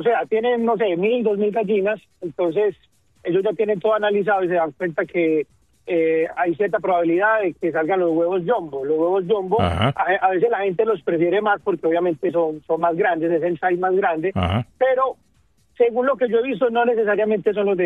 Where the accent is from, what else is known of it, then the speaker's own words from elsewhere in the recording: Colombia; now in United States; uno como colombiano